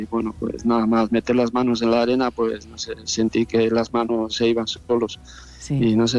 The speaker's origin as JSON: {"language": "Spanish", "region": "Basque Country", "country": "Spain", "said": "Bueno, yo conozco bastante, yo como soy del País Vasco, de Gipuzkoa, sí."}